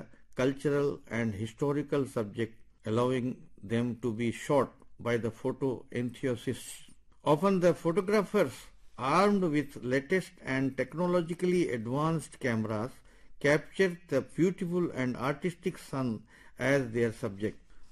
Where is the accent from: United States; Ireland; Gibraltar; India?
India; Varanasi, Uttar Pradesh; I was born and brought up in Varanasi